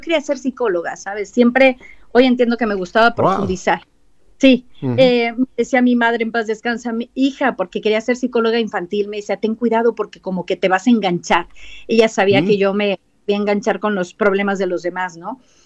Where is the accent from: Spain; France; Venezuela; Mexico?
Mexico; Monterrey, Nuevo León; soy de Monterrey, Nuevo León, el norte de México.